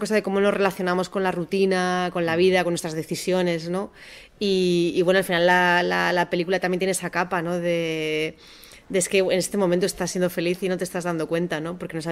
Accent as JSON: {"language": "Spanish", "region": "Basque Country", "country": "Spain", "said": "Yo soy del País Vasco y es como vasco."}